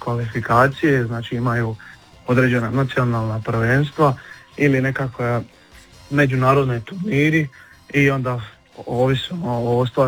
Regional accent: Šibenik, Šibenik-Knin County, Croatia; i ja sam iz Šibenika.

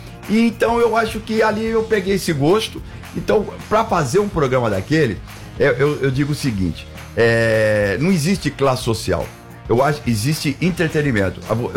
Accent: São Paulo, Brazil; born there; Eu nasci na Parada Inglesa, Zona Norte de São Paulo. É uma família simples, humilde, batalhadora, tranquila, imigrante português.

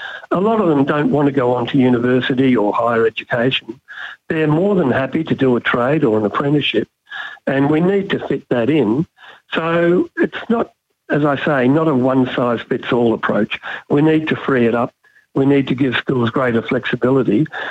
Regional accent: Australia; It's time that we recognise we're all Australian.

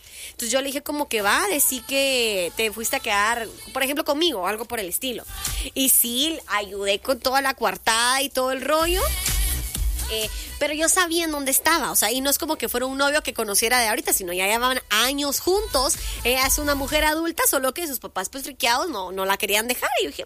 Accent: Guatemala; como buenos chapines, somos chutes

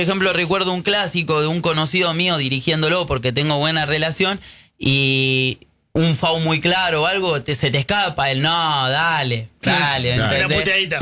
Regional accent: Gregorio de Laferrere, Buenos Aires Province, Argentina; De la Ferrere, Gregorio de la Ferrere, sí, nacido ahí, criado ahí.

